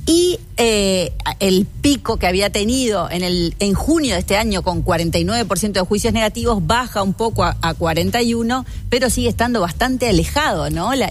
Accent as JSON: {"language": "Spanish", "country": "Uruguay"}